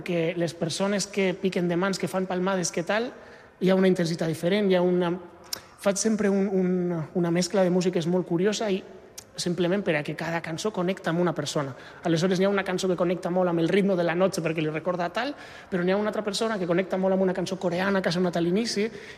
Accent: Mascarell, Valencian Community, Spain; sóc de Mascarell, que és un poblet molt petit a Castelló, a València.

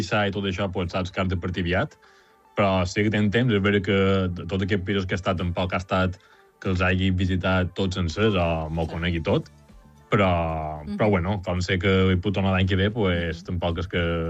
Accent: Porreres, Balearic Islands, Spain

